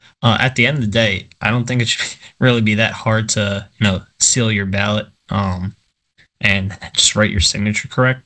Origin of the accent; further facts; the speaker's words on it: New Jersey, United States; Yeah, I'm from New Jersey.